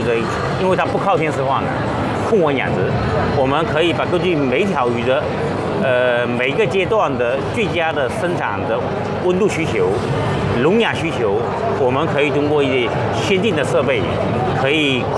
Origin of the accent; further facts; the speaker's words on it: China; 我们中国人